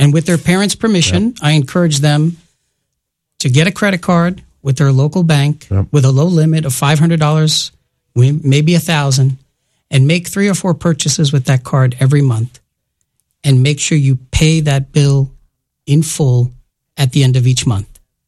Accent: New York City, New York, United States; I grew up in the Bronx, New York.

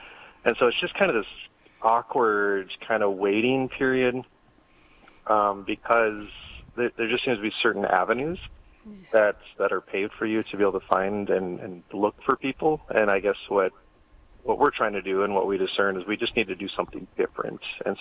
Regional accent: Sioux Falls, South Dakota, United States; I'm from Sioux Falls. I go to St. Lambert Parish.

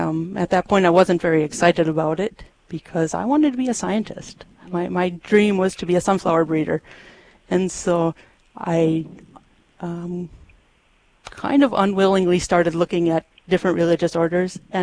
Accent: Darwin, Minnesota, United States; now in Hankinson, United States; I live currently in Hankinson, North Dakota, but I grew up in Minnesota, not Lake George, but I grew up in Darwin, Minnesota. It's about 3 hours away from here, and we have the world's largest ball of twine.

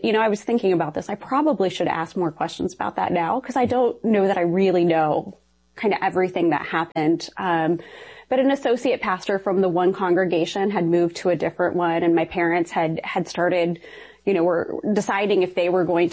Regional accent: Ohio, United States; So I grew up in a very rural part of Ohio.

